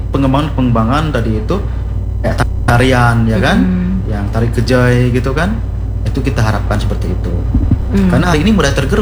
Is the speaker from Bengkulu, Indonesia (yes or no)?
yes; Bengkulu, Indonesia; kita orang Rejang asli